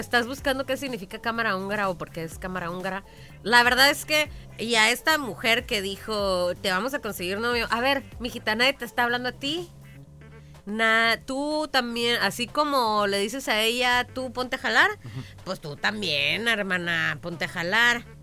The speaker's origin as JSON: {"language": "Spanish", "country": "Mexico"}